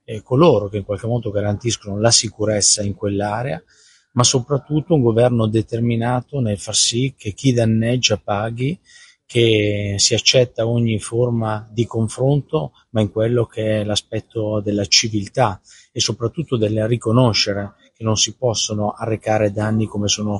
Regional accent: Piedmont, Italy; anche da piemontese

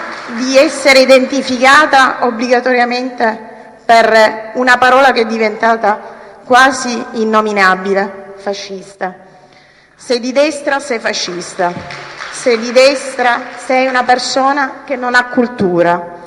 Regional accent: Mazara del Vallo, Sicily, Italy; Io vengo da Mazara del Vallo

